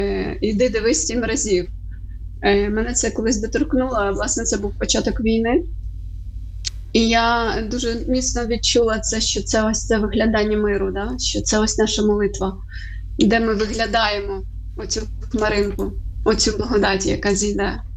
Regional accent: Chornomorsk, Odesa Oblast, Ukraine; Так, я народилася в місті Іллічівськ, на той момент зараз це Чорноморськ.

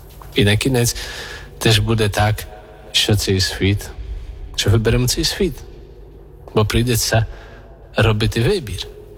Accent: Warsaw, Masovian Voivodeship, Poland; moved away as an adult; now in Kyiv, Ukraine; я сам родом з Варшави, теж зі столиці.

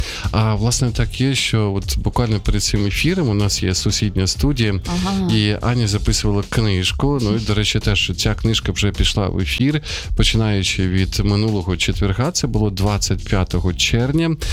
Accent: Sumy, Sumy Oblast, Ukraine; в Сумах ми в моєму рідному місті

